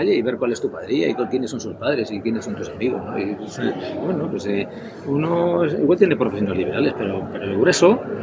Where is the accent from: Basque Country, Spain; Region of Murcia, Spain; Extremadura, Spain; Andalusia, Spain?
Basque Country, Spain; Yo vengo de Berri, que es un pueblo más pequeño